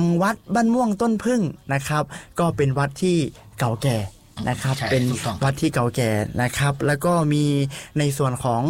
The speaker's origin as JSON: {"language": "Thai", "region": "Lamphun", "country": "Thailand", "accent": "Kham Mueang (Northern Thai)"}